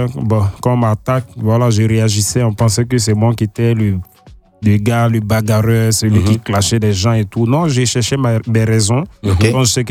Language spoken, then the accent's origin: French; Abidjan, Côte d’Ivoire; also born or lived in Bobo-Dioulasso; j'ai grandi à Yopougon.